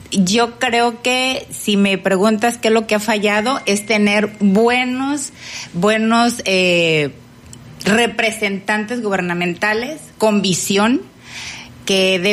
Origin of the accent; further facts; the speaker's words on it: Jalipa, Colima, Mexico; yo que soy oriunda de Jalipa, que he conocido su flora, su fauna, su río, su todo